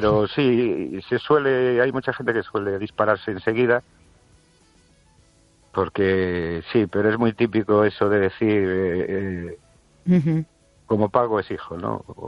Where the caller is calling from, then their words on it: Ourense, Galicia, Spain; de Orense. Buenas noches, querido.